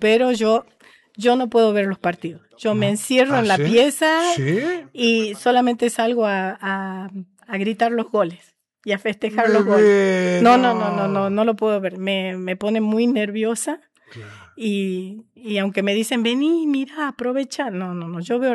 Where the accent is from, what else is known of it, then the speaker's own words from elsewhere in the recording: Argentina; now in United States; cuando se enteran que soy de Argentina